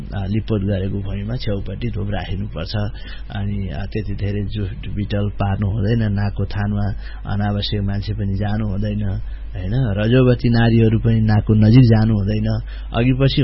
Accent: Gandaki Province, Nepal; born there; now in Pokhara, Nepal; मेरो जन्मस्थान अन्नपूर्ण गाउँपालिका वडा नम्बर 2 सेराचौर हो, मेरो अहिले बसोबास चाहिँ पोखरा महानगरपालिका वडा नम्बर 2 मिरुवामा छ

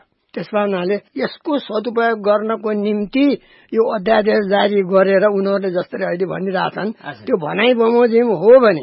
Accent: Dang, Lumbini Province, Nepal; म यही धुलोमा हुर्केँ, यही दाङकोहरूमा दाङकै माटोमा जन्मे

